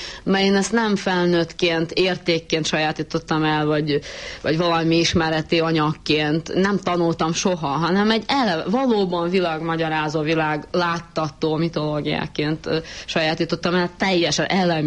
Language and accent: Hungarian; Ural, Russia; also born or lived in Saint Petersburg; Azért tudom, mert hogy 6 éves koromban én elköltöztem Leningrádból, 7 éves koromtól kezdve egy uráli városban laktam